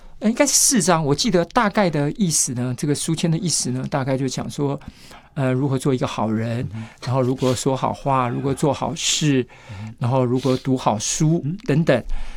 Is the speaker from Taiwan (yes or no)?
yes; Taiwan; 但是呢这个酒呢还一样在他的这个酒呢是有情感的，是我们台湾人，